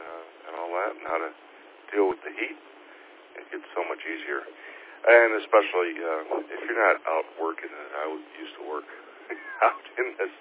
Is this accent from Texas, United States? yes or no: no; Chicago, Illinois, United States; now in West Valley, Arizona, United States; I grew up in Chicago